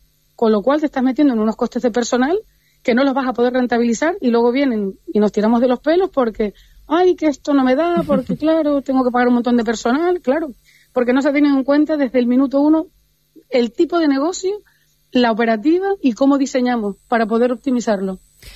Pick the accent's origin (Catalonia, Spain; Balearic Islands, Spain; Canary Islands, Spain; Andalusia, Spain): Canary Islands, Spain; es que somos de Canarias, como si fuéramos poca cosa